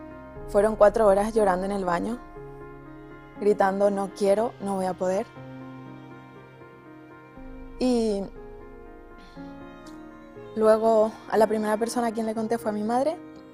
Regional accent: Paraguay; tengo 23 años, soy de Paraguay y mami de Bastián.

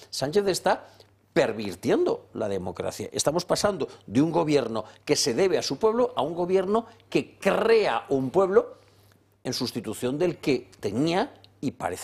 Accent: Valencia, Valencian Community, Spain; born there; A ver, yo soy valenciano, yo nací en Valencia, soy valenciano, vivo en Valencia, mis propiedades están en Valencia, yo voto en Valencia.

